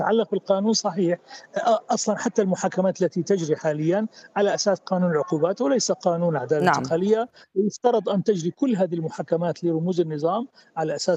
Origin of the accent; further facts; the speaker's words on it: Syria; التي نعاني منها جميعا كسوريين،